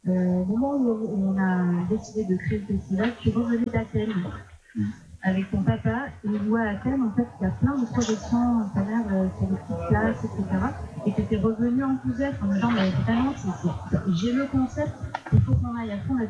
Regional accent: Lille, Hauts-de-France, France; je suis lilloise.

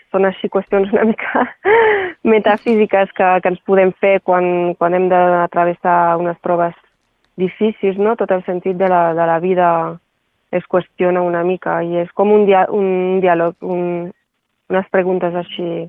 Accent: Occitania, France; also born or lived in Céret; he nascut a Serré, però he crescut sempre a la Cerdanya, el poble d'allò. He sigut el poble de la meva infància, el jardí de la infància, de la muntanya d'allò.

